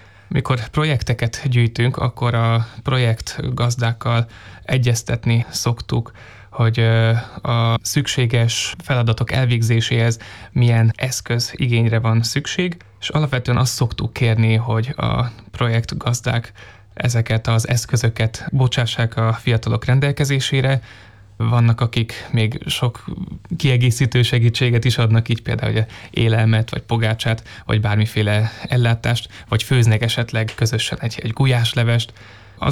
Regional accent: Budapest, Hungary; Azt látom, budapestiként, hogy itt a fővárosban annyi számtalan jó lehetőség

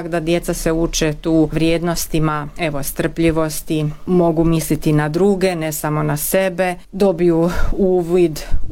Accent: Osijek, Osijek-Baranja County, Croatia; dolazim iz Osijeka

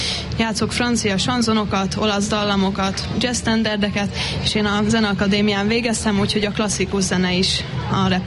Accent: Hidegkút, Veszprém County, Hungary; én is egy sváb településről származom, a Balatonfelvidékről

